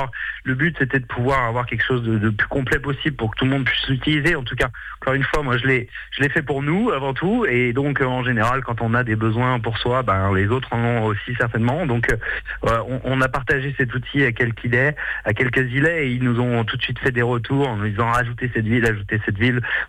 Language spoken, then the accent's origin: French; Lyon, Auvergne-Rhône-Alpes, France; On vient d'acheter à L'Île-Dieu il y a un an et on est lyonnais à la base.